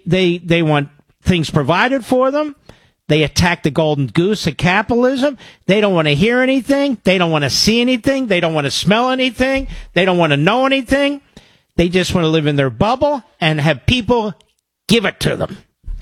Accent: Pennsylvania, United States; transplant. Yeah, I'm from Montgomery.

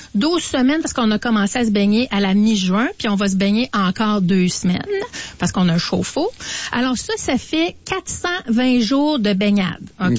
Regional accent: Laval, Quebec, Canada; born there; J'étais la seule de mes grands-parents quand j'étais jeune, puis à Fabreville.

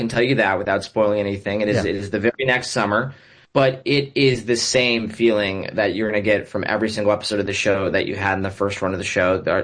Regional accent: Florida, United States; I grew up in Florida.

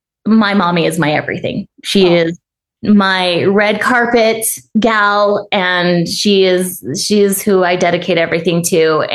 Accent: New Mexico, United States; I grew up in New Mexico

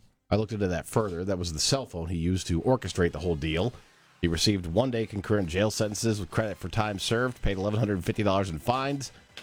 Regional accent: Ohio, United States; Boys, my hometown is 20 minutes from East Palestine.

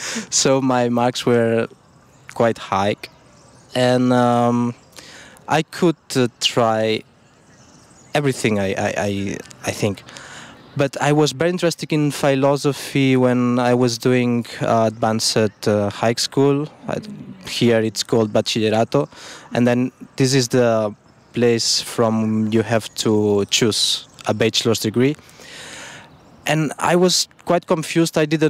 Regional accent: Sant Vicenç de Castellet, Catalonia, Spain; also born or lived in Marganell; in the middle of Catalonia, so in the northeastern part of Spain. I was a really curious kid from San Vicente de Castellet. Well, I was born in Marganells. It's a very close town from Bages, so the center of Catalonia.

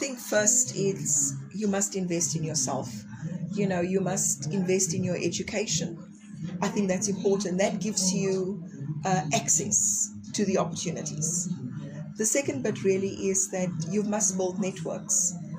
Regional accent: Western Cape, South Africa; I was born in the Eastern Cape, and when I was about 5 years old, my parents relocated to the Western Cape.

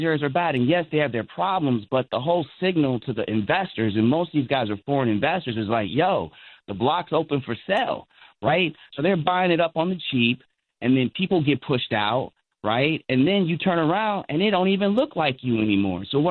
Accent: Chicago, Illinois, United States; I grew up in Chicago.

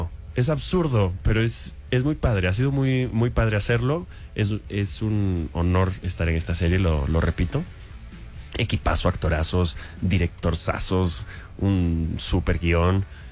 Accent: Peru; yo soy peruano.

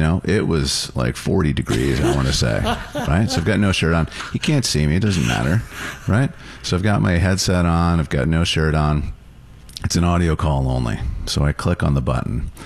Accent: Sudbury, Ontario, Canada; And so we're talking and I'm from Sudbury.

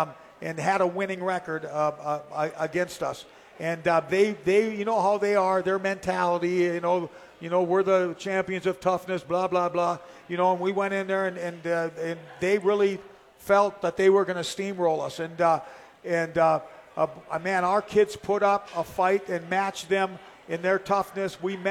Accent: Minnesota, United States; He and I grew up together on the Iron Range

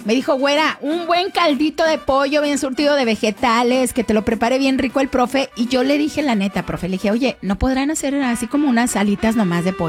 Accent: Mexico; todos pues somos raza, mexicanos.

